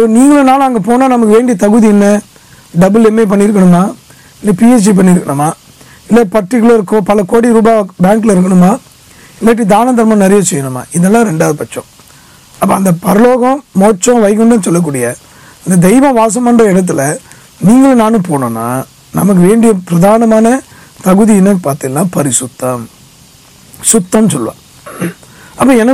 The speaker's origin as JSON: {"language": "Tamil", "town": "Chennai", "region": "Tamil Nadu", "country": "India", "tie": "born or raised there", "said": "சென்னையில் பிறந்து வளர்ந்தாலும் விஸ்மாம்பலத்தில் அக்ரகாரத்தில் பிறந்தேன்."}